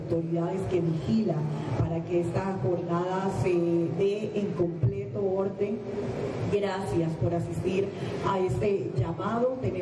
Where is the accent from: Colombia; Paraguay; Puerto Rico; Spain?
Colombia